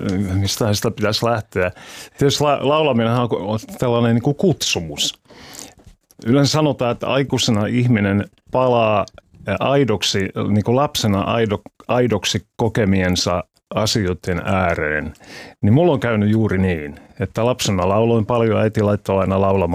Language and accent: Finnish; Salo, Southwest Finland, Finland; Salossa. Joo, sitten meillä oli bändi, oli tämä Helsingissä ja kun sain ajokortin, niin tulin sitten aina ajon Salosta Helsinkiin treeneihin edestakaisin.